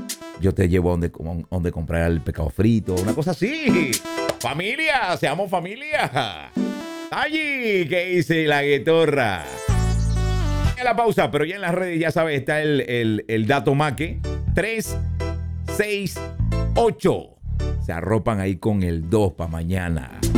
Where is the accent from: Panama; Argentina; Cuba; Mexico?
Panama; así somos los panameños.